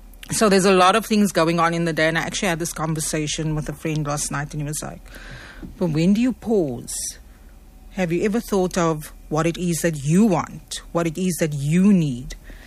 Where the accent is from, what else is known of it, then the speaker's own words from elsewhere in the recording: Oudtshoorn, Western Cape, South Africa; But I never grew up in Cape Town. I'm originally from Oudtshoorn.